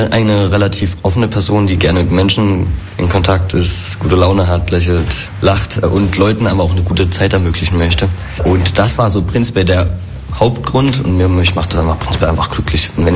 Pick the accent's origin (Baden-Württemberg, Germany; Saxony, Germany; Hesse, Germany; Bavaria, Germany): Saxony, Germany; Nossen; Ich komme ursprünglich aus Nossen.